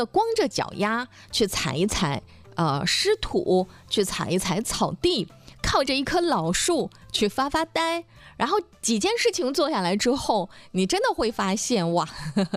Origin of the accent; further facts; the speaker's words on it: Dalian, Liaoning, China; 他一看就是我们那个老大连人哈，就是大连话说的特别的正宗。